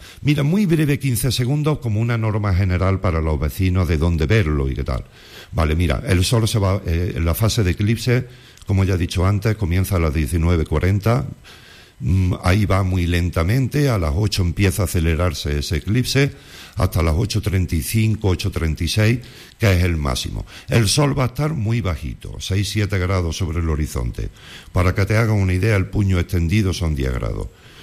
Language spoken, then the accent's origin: Spanish; Villanueva de Córdoba, Andalusia, Spain